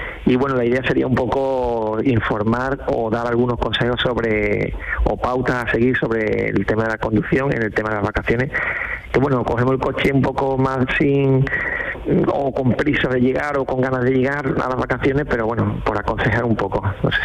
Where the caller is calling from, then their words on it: Dos Hermanas, Andalusia, Spain; A ver, de Dos Hermanas, Sevilla.